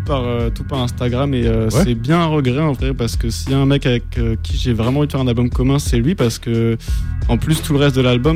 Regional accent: Hauts-de-France, France; born there; now in Amiens, France; je viens d'arriver sur Amiens très récemment. Moi je suis un peu plus... Alors, je suis né dans le Nord

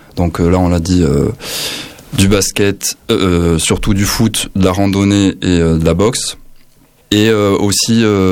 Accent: Toulouse, Occitanie, France; je suis toulousain. J'ai grandi à Toulouse, j'ai fait des études

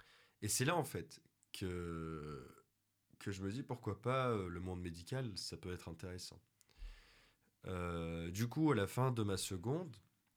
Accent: Clermont-Ferrand, Auvergne-Rhône-Alpes, France; also born or lived in Turkey (home town of birth); moi, qui ai grandi dans un quartier populaire, hein, j'ai grandi à la Gautière

